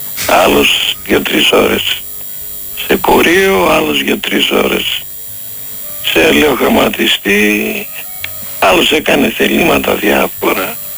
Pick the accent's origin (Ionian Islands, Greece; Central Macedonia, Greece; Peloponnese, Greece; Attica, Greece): Central Macedonia, Greece; Thessaloniki; γεννήθηκα στην Άνω Πόλη στα Κάστρα.